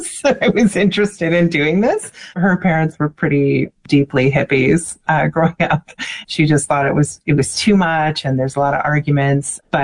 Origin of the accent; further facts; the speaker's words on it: Ottawa, Ontario, Canada; Where I grew up in Ottawa, like, all the houses have front porches, big front porches that you can sit out on.